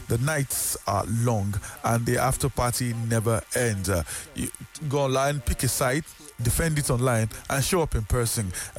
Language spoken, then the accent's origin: English; Nigeria; I'm Nigerian and I'm defending my territory.